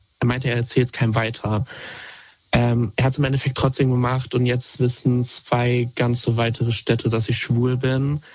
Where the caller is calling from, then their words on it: North Rhine-Westphalia, Germany; Aus NRW, Nähe Paderborn.